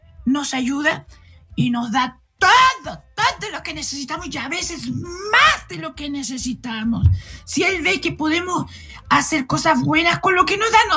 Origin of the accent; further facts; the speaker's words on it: Chile; los chilenos somos chilenos aquí